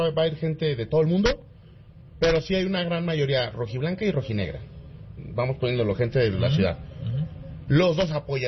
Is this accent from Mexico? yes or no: yes; Mexico; sé que somos mexicanos